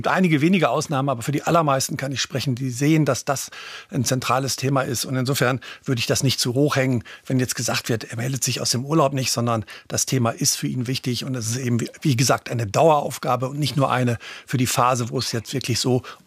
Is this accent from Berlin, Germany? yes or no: no; North Rhine-Westphalia, Germany; Ich komme ja aus der Region hier, ich wohne gar nicht weit weg von Köln, habe 18 Jahre hier in Köln gearbeitet, auch andere Städte, Essen habe ich mal gewohnt.